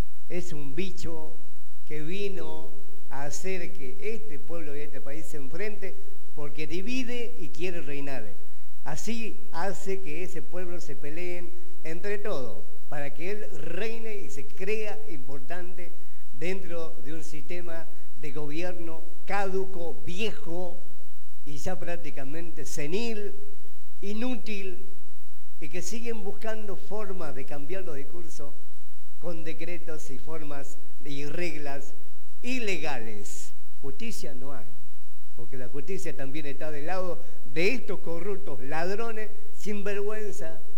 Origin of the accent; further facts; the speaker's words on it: Argentina; yo soy argentino, soy patriota y defiendo mi país